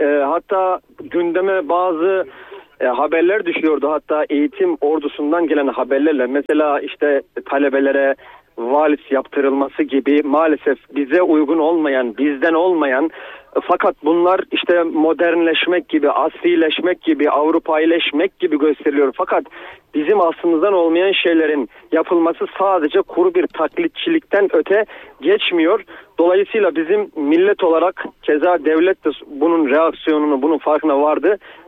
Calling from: Istanbul, Turkey; Mecidiyeköy'den arıyorum ben efendim.

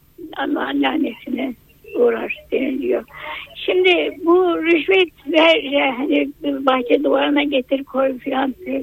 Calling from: Samsun, Turkey; İyi günler, Samsun'dan arıyorum.

